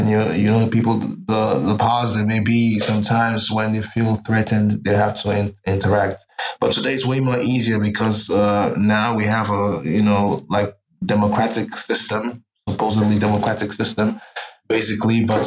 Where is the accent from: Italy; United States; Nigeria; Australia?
Nigeria; Lagos; also born or lived in Abuja; now in Germany; I was born in Lagos, Nigeria, but my family is from the east part of Nigeria. So the east, southeast, Imo states. I'm Igbo from tribe. But I was born in Lagos. I grew up partly in Lagos.